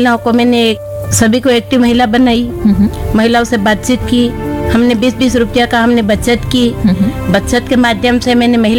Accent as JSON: {"language": "Hindi", "town": "Amlipada", "region": "Rajasthan", "country": "India", "said": "और मैं गांव अमलीपाड़ा से हूँ, ब्लॉक सज्जनगढ़ से हूँ।"}